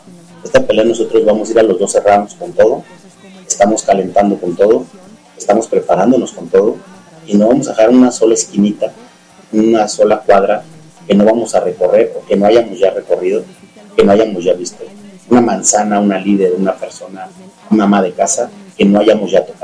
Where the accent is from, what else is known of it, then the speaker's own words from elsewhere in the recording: San Luis Potosí, Mexico; Pero no quiere decir que no sea de aquí, de San Luis Potosí. Yo amo mi tierra, yo amo a mis hijos